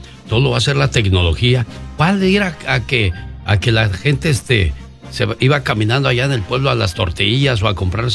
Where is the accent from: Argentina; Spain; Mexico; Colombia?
Mexico; Corral Falso, Guerrero; moved away; Hablo por mi pueblo, porque yo voy y veo las cosas.